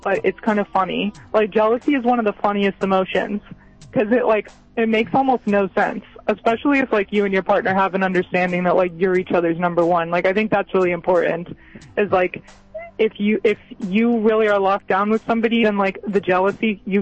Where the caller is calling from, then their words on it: New York City, New York, United States; I'm calling from Brooklyn.